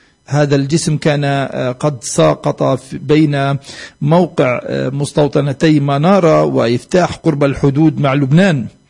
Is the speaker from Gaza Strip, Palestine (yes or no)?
no; West Bank, Palestine; عندنا في الضفة الغربية